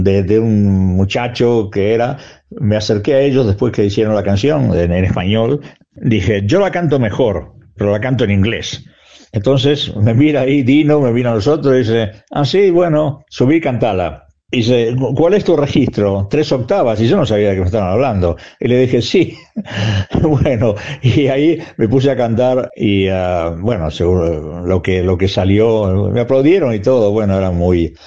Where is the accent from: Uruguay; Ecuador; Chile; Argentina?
Uruguay; moved away; de quién fui yo, allá en Uruguay. Y como siempre digo, he salido de Uruguay, pero Uruguay no ha salido nunca de mí.